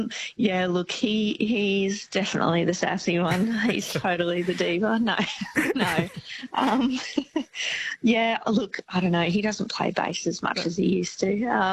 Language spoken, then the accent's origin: English; Queensland, Australia; But I'm from Southeast Queensland, so I think it was pretty special to be able to go over to WA and experience that side of the country whilst performing.